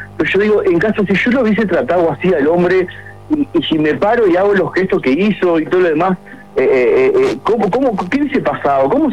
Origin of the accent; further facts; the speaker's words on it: Maldonado, Uruguay; Sabes que yo soy oriundo de Maldonado, viví toda la vida acá, nacido y criado, no tengo mi casa propia, toda mi vida alquilé